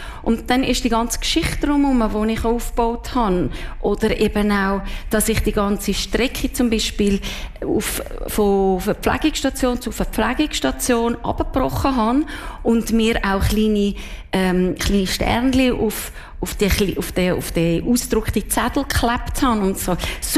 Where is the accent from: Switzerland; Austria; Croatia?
Switzerland; Zurich; accent: Zürich German; also born or lived in Olten; now in Solothurn, Switzerland; Ich habe extrem schnell den Dialekt angenommen, und spannenderweise ist gerade letztes Jahr das Jubiläum von meiner Mittelschule gewesen, von der Kante Olten. Und dort hat mir erstaunlicherweise jemand gesagt … warum redest du Zürichdeutsch? Und ich so, das habe ich immer schon geredet.